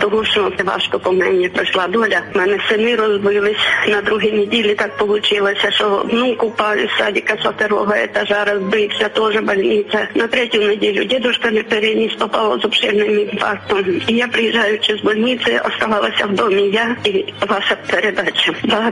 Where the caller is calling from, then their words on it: Zaporizhzhia, Zaporizhzhia Oblast, Ukraine; я з Запоріжжя.